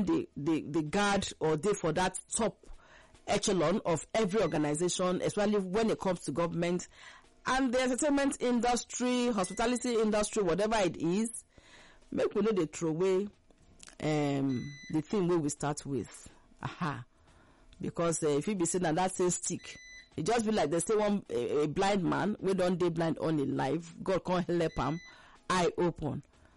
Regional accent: Akwa Ibom, Nigeria; Maybe somebody like me, I married to Abian man, I'm from Akwa Ibom

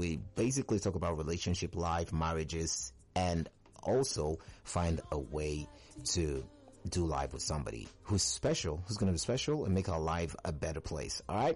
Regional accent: Edo, Nigeria; I'm from Edo State as well.

